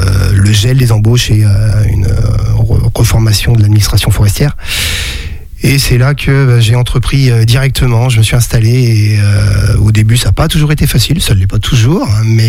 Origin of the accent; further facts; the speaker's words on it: Pays de la Loire, France; also born or lived in Challans / Notre-Dame-de-Monts; quand j'étais très jeune, j'étais sur la région chalandaise et puis après je me suis installé avec mes parents quand j'étais ado sur Notre-Dame.